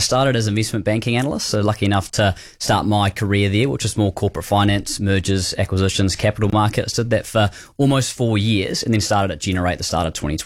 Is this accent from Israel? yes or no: no; New Zealand; but I'm definitely a Kiwi from top to bottom, so no Australian blood in me.